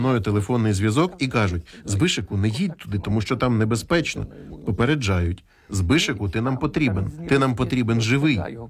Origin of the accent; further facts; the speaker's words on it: Poland; Ukrainian is a second language; Я приїжджаю як поляк. Я не приховую, що приїжджаю в Україну як поляк.